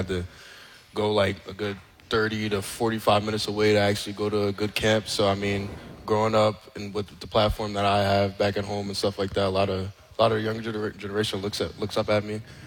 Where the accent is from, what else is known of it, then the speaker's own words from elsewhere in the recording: Somers Point, New Jersey, United States; I'm from Summers Point, New Jersey.